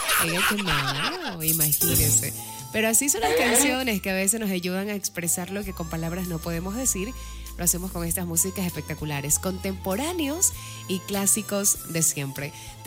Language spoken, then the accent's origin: Spanish; Ecuador; Hoy finiquita el toque de queda en nuestro territorio ecuatoriano.